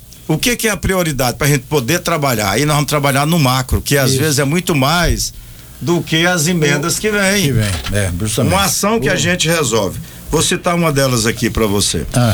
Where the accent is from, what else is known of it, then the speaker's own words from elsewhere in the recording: Iporá, Goiás, Brazil; que eu sou de Iporá.